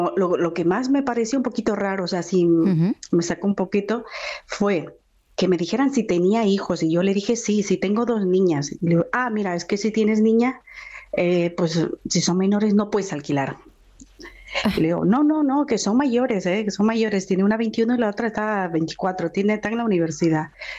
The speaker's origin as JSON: {"language": "Spanish", "country": "Bolivia", "moved": "as an adult", "lives_now": "Spain", "said": "Sí, bueno, yo soy de Bolivia. Y vine hace 25 años y traje a las niñas después."}